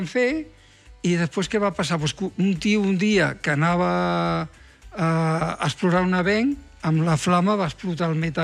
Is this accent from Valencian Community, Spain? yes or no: yes; Quesa, Valencian Community, Spain; jo sóc d'un poble de València